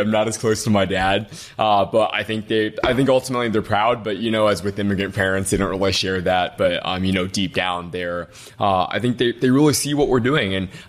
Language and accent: English; Detroit, Michigan, United States; Born and raised in Detroit, my parents are immigrants. We didn't have a lot of money growing up.